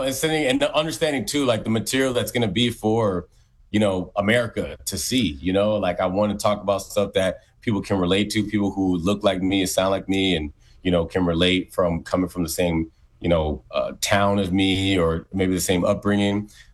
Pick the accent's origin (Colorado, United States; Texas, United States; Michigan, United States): Texas, United States; Humble; I'm very proud to be from Humble, Texas, it's pronounced Humble.